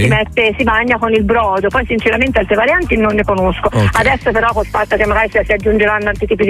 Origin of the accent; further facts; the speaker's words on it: Monte Argentario, Tuscany, Italy; born there; now in Cascina, Italy; verso Cascina dove vivo, anche se io mi dico sempre che sono del originaria dell'Argentario, non ce la faccio a dire che non sono più dell'Argentario.